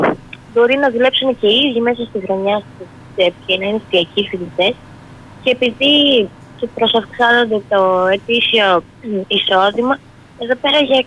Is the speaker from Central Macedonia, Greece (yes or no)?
no; Heraklion, Crete, Greece; Είμαι από το Ηράκλειο.